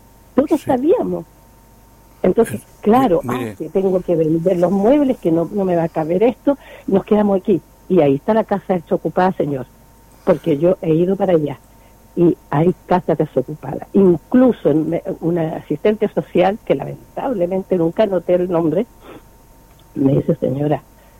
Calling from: Campanario, Chile; Tengo 82 años, vivo en Campanario.

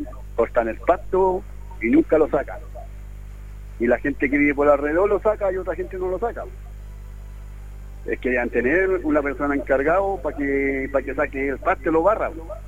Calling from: Villa Alegre, Maule, Chile; De Villalegre

